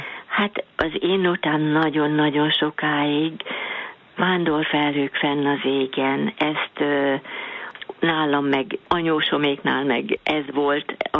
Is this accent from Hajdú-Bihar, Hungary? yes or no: yes; Sáp, Hajdú-Bihar, Hungary; moved away as an adult; now in Berettyóújfalu, Hungary; Én Sápon nőttem fel, és mikor férhez mentem Berettyóújfaluba